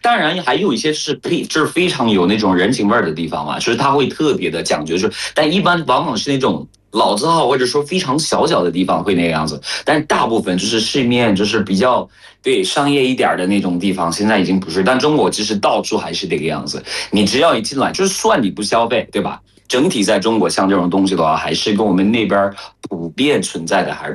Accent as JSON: {"language": "Chinese", "country": "Cameroon", "second_language": "Chinese", "moved": "as an adult", "lives_now": "China", "said": "我在本国在喀麦隆的时候"}